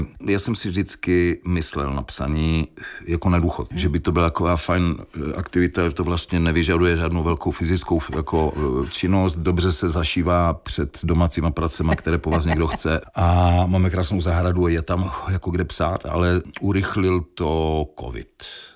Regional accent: Ostrava, Moravian-Silesian Region, Czechia; Vyrostl jsem na Slezské Ostravě, na Kamenci, obklopen ještě z jedné strany hornickou kolonií, pač tam nás přestěhovali, protože původně jsme měli dům v tam, co je dneska naproti jámě Jindřich, ty paneláky

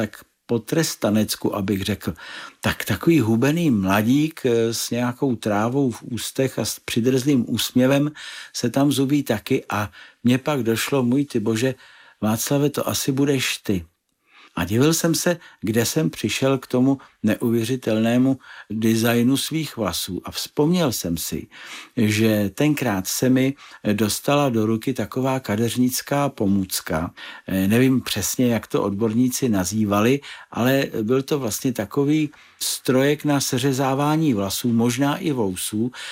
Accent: Prague, Czechia; poslední třídu základní devítileté školy tady u nás v Praze na Hanspalce v Sušické ulici.

